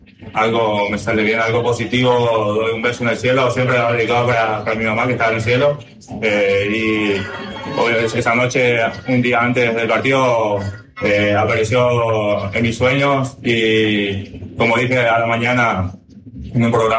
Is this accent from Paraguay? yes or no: yes; Paraguay; Yo como buen paraguayo que soy, siempre me gusta saludar, felicitar a la gente.